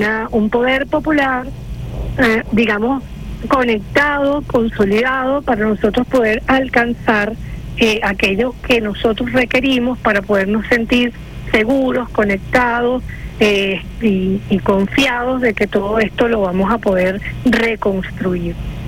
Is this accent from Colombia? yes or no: no; Venezuela